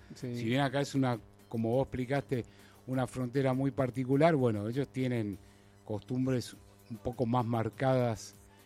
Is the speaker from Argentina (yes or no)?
yes; Argentina; now in Paraguay; Es como me ocurre a mí con Argentina. En este momento no me ofrece las condiciones, como muchos argentinos en el exterior, para quedarnos. Y bueno, nos toca vivir en un país extranjero